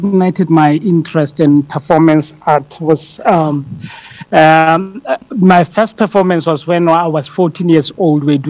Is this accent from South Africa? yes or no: yes; South Africa; I am a South African theater practitioner.